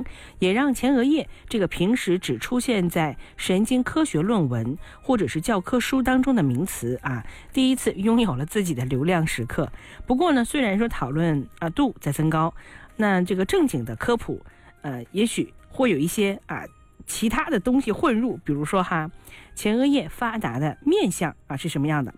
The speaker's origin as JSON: {"language": "Chinese", "region": "Northeast China", "country": "China", "said": "这个脑门大这个我们东北人叫奔的头"}